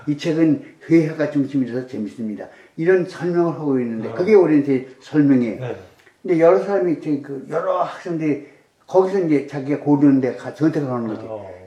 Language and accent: Korean; Seoul, South Korea; born there; 나 서울 태생인데